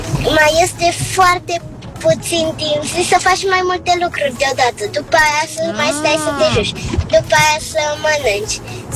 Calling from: Bucharest, Romania; din București, am 7 ani

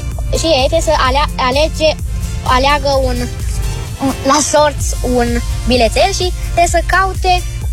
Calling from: Sibiu, Sibiu County, Romania; am 9 ani și sunt … din Sibiu

